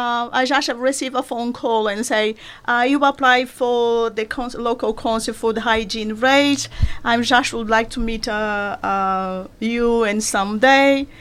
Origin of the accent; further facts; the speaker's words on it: Brazil; English is a second language; now in United Kingdom; I'm Brazilian. I run Brazilian food with nice flavors and different shapes and flavors involved. I'm from Brazil, of course. And yes, I've been in England for almost 20 years.